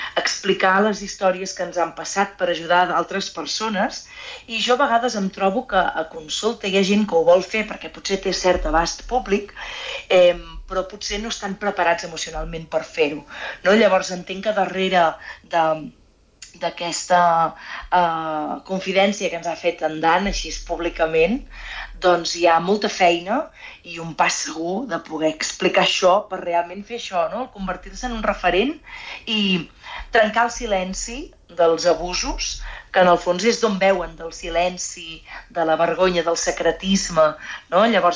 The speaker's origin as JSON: {"language": "Catalan", "town": "Torelló", "region": "Catalonia", "country": "Spain", "said": "perquè jo, evidentment, som de Torelló, llavors la debilitat aquí està"}